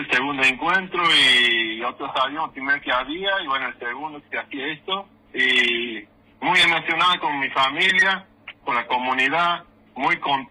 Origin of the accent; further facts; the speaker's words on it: Santiago del Estero, Argentina; yo tengo 40 años, y vivo aquí en Pampato, en mi tierra natal, y nacido, mi criado